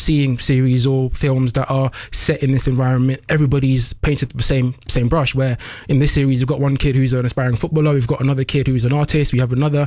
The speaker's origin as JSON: {"language": "English", "region": "London", "country": "United Kingdom", "tie": "born or raised there", "said": "because I think for me, when I was growing up in London, I had a very similar, I guess options."}